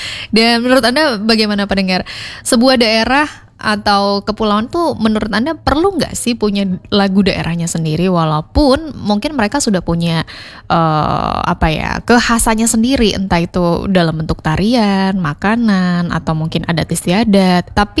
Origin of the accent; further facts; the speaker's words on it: Banten, Indonesia; kalau misalnya kita mungkin sebagai warga Banten mau main ke pulau-pulau terpencil di luar Banten, sudah cukup ada yang dibanggakan lah